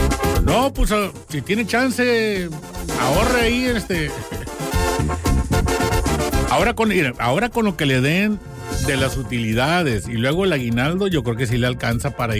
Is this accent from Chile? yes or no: no; Guerrero, Mexico; born there; Nosotros nacimos en Guerrero